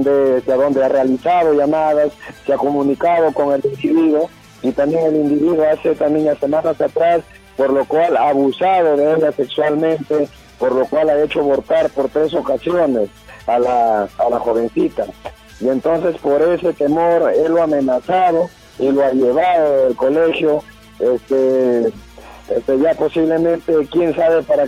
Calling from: Jaén, Cajamarca, Peru; De acá de la provincia de Jaén, departamento Cajamarca

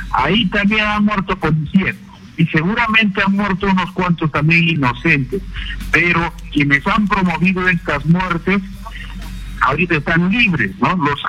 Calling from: Abancay, Apurímac, Peru; Llamo desde Abancay, Apurímac.

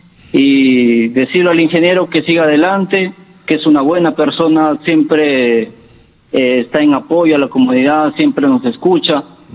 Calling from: Jamalca, Amazonas, Peru; Aló, ¿qué tal? … yo soy de Jamalca.

